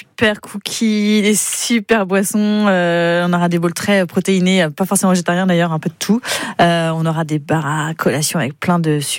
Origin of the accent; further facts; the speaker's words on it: Centre-Val de Loire, France; comme on est issu de la Touraine